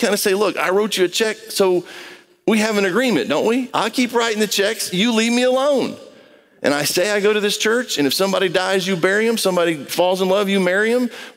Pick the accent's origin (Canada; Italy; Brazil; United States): Brazil; I grew up in Brazil, so that's coffee.